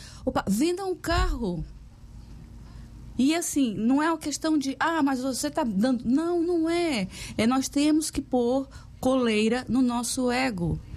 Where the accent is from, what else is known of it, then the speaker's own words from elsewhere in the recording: Brazil; moved away as an adult; now in Portugal; E eu, como venho do Brasil, morava numa casa térrea